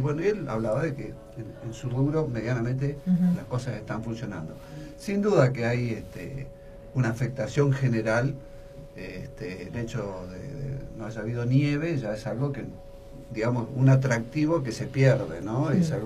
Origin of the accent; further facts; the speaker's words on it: Argentina; todos conocemos como argentinos